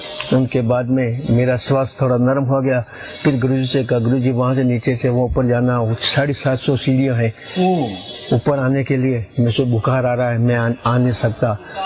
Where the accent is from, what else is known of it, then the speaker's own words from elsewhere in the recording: Dhavli, Rajasthan, India; हमारा गांव धवली है।